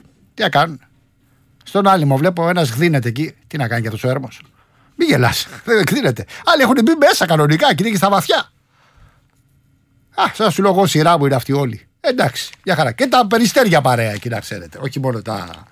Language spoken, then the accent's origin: Greek; Rafina, Attica, Greece; Έπαιρνα εγώ στην Αθήνα, στην Ραφίνα, στην πατρίδα μου τηλέφωνο τότε.